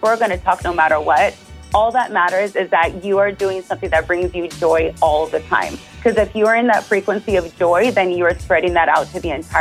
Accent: Central Valley, California, United States; now in Los Angeles area, United States; Again, I'm from the Central Valley. So over here, out of like Fresno, Visalia, Tulare, this is my stomping grounds. And I'm also now like in LA area, Orange County, Anaheim.

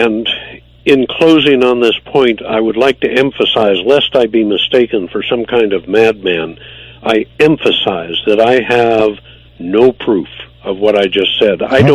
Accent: United States

